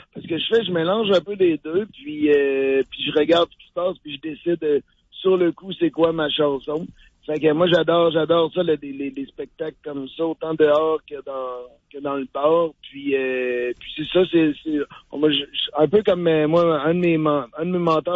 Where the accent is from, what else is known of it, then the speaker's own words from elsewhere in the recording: Quebec City, Quebec, Canada; Moi, je viens de Québec, là. Fait que je jouais à Lévis sur le bord du fleuve.